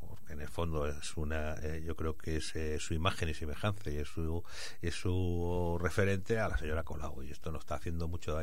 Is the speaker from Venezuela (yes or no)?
no; El Prat de Llobregat, Catalonia, Spain; yo que soy del Prat de toda la vida, cuando yo era pequeño y alguien me hablaba de un turista en el Prat, pues me parecía como una cosa excepcional.